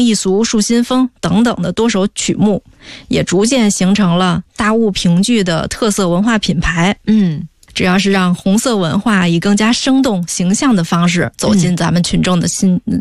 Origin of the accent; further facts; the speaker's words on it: Yongledian, Beijing, China; 还有刚才孟主任介绍的我的家乡永乐店，讲永乐店的故事